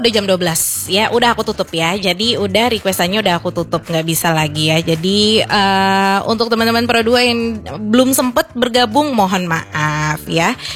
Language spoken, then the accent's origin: Indonesian; Jakarta, Indonesia; now in Manado, Indonesia; aku juga jadi kangen nih sama Jakarta ya, aku ingin pulang kampung. Aduh, jadi kangen pulang kampung Jakarta